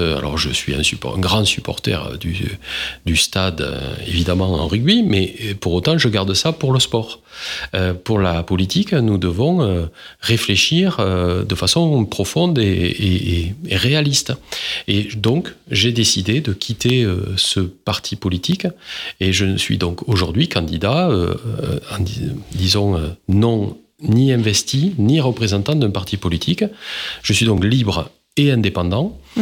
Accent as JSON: {"language": "French", "town": "Foix", "region": "Occitanie", "country": "France", "tie": "born there", "said": "Je suis ingénieur de formation, je suis né à Foix. Et j'ai fait mes études à Toulouse"}